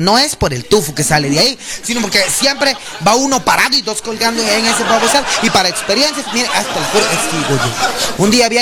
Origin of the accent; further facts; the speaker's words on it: Guatemala; Ese mi pueblo, mi Guatemala linda, déjenme contarles algo. Guatemala tiene muchas cosas representativas, ¡hombre!